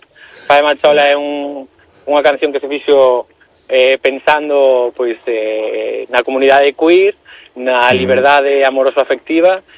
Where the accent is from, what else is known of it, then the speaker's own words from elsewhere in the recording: Galicia, Spain; Bueno, que creo que como galegos temos que estar orgullosos, non?